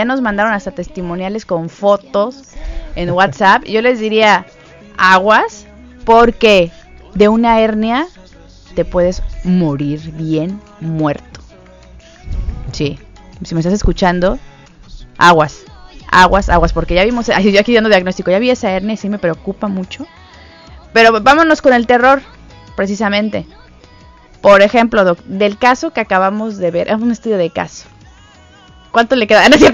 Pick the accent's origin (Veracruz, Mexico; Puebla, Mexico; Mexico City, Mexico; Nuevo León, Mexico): Veracruz, Mexico; Misantla; born there; now in Quintana Roo, Mexico; Nací en Misantla, Veracruz. Pero ahora soy orgullosamente isleña y dignamente quintanarroense.